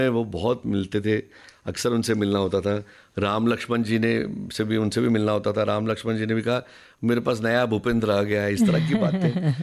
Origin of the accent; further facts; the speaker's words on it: Jammu and Kashmir, India; बोले कहाँ से आए? मैं बोला कश्मीर से आया हूँ।